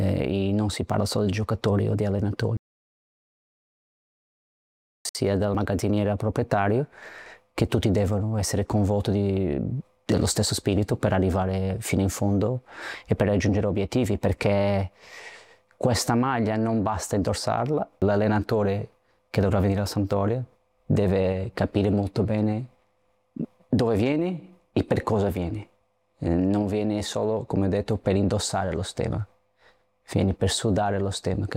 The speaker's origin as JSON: {"language": "Italian", "country": "Portugal", "second_language": "Italian", "moved": "yes", "lives_now": "Genoa, Italy", "said": "come portoghese"}